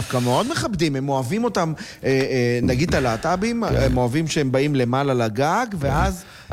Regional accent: Morocco; אבל סליחה, זה לא ערבים, אנחנו מרוקאים.

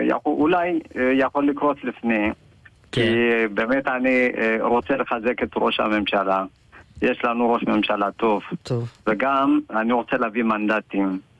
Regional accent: Ethiopia; now in Haifa, Israel; חיפה זה מקום ראשון שעליתי מאתיופיה, ישר השתקעתי באתר הקרוונים נווה קרמל

